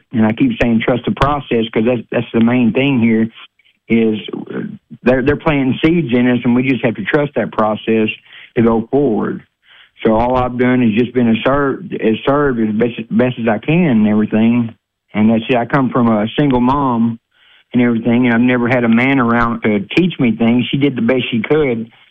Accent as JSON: {"language": "English", "town": "Harrisburg", "region": "Arkansas", "country": "United States", "said": "I'm from Harrisburg, Arkansas."}